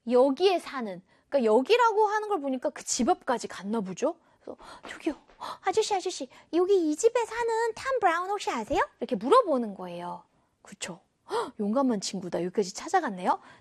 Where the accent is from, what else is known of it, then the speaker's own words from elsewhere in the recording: Geumsan, South Chungcheong, South Korea; moved away as an adult; now in Seoul, South Korea; 저는 어렸을 때 금산에 살다가 나중에 대학생이 되어서 서울로 이사를 저 혼자 이사를 왔거든요.